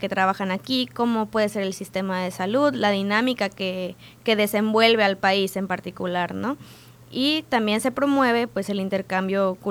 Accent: Mexico

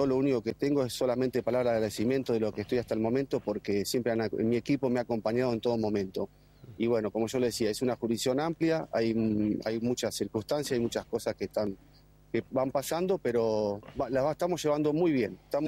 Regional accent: Punta Alta, Buenos Aires Province, Argentina; now in Neuquén, Argentina; soy oriundo de la ciudad de Punta Alta, nací en el Hospital Naval Puerto Belgrano. Así que soy el primero de la fuerza

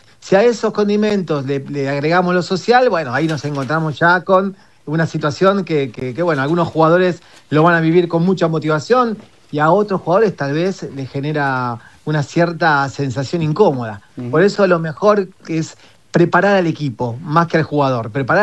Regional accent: Argentina

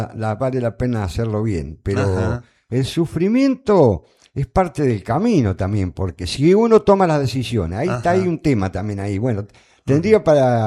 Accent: Buenos Aires, Argentina; born there; cuando éramos chicos, vivíamos en Martínez Díaz, Partido Lincoln.

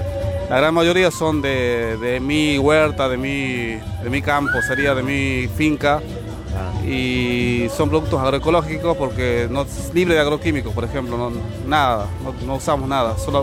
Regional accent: Santa María, Catamarca, Argentina; Yo soy de Santa María, departamento Santa María, provincia de Catamarca

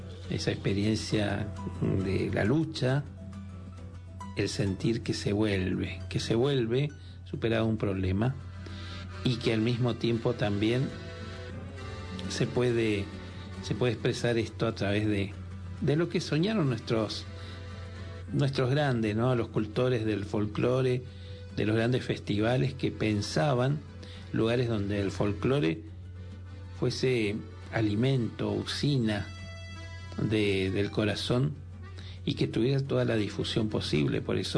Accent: Itatí, Corrientes, Argentina; born there; moved away; mi lugar en el mundo, que es Itatí

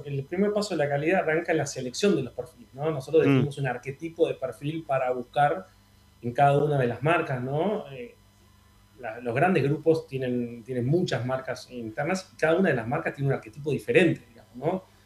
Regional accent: Argentina; now in Uruguay; Si bien soy argentino, vivo en Uruguay.

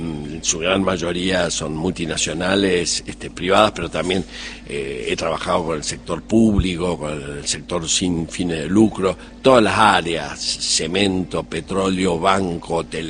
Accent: Córdoba, Argentina; accent: Cordobés; also born or lived in Germany; now in Uruguay; Soy cordobés a pesar de que vivo en Uruguay

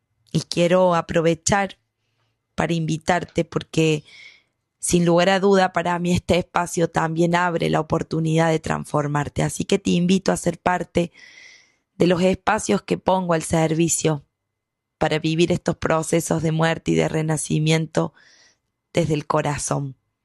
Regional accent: Argentina

